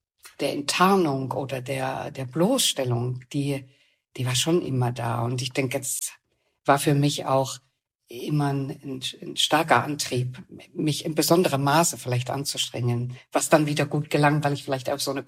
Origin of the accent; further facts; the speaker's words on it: East Germany, Germany; moved away; also born or lived in Bielefeld; Ich selbst habe mich lange Zeit überhaupt gar nicht als eine Ossi-Karrierefrau angesehen. Ich war lange Zeit in Bielefeld